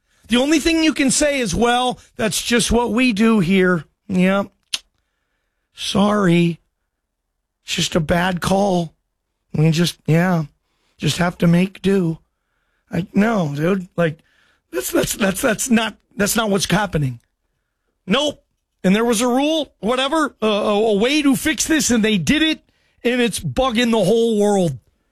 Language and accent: English; Seattle, Washington, United States